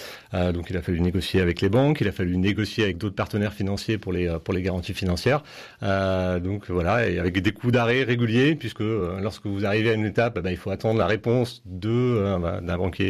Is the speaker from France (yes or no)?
yes; Angoulême, Nouvelle-Aquitaine, France; moved away as an adult; je suis un produit charentais à la base, donc né à Angoulême. J'ai grandi à Angoulême. J'ai fait une partie de mes études à Angoulême, puis après, je me suis un petit peu expatrié.